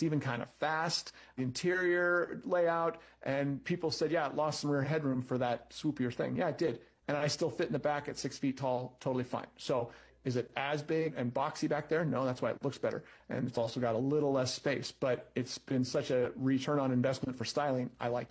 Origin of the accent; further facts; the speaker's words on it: Colorado, United States; now in St. George, United States; because I grew up in Colorado and I liked the mountains and the dry air and the higher altitude, but there were no palm trees in Colorado.